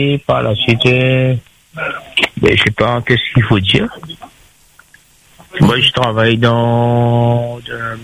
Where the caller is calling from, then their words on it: the West, Réunion; Ben, j'habite dans l'Ouest. Et après, souvent, du lundi au vendredi, je suis sur Saint-Pierre.